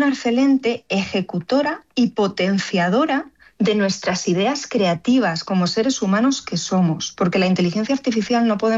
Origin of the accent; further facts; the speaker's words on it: Villarrobledo, Castilla-La Mancha, Spain; now in Chinchilla de Montearagón, Spain; Ahora vivo en Chinchilla de Montaragón, pero soy de Villarrobledo.